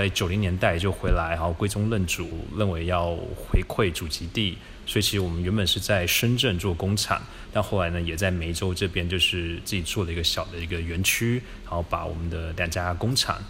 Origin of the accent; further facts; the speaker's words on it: Canada; 因为我以前是在加拿大长大的，所以呢有比较多的海外经验